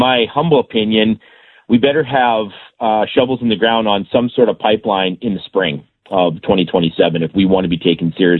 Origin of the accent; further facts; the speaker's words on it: Canada; I'm a Canadian before I'm a conservative